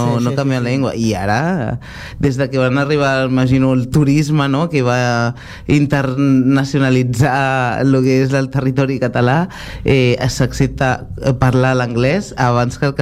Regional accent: El Masnou, Catalonia, Spain; also born or lived in Alella; Jo vivia al Masnou, al Maresme. Ah, és on he crescut, entre el Masnou i Aleia

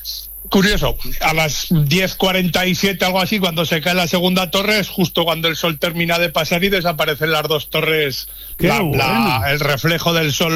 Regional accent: Zaragoza, Aragon, Spain; que soy de Zaragoza, 10 años tenía yo cuando ocurrió el atentado de la casa cuartel de aquí de Zaragoza

